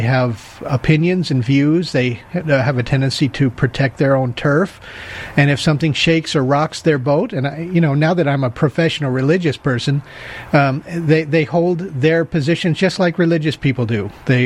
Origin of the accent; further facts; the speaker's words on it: Los Angeles, California, United States; I grew up in Los Angeles, and in the Hollywood culture, I was not raised in a particularly religious home